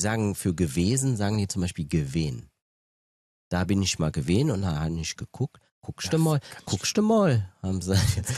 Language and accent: German; Trier, Rhineland-Palatinate, Germany; Ja, ich bin aus Trier.